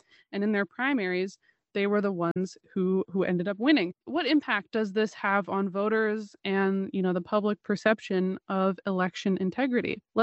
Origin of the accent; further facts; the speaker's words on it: Oregon, United States; someone who moved to my home state, Oregon, from Georgia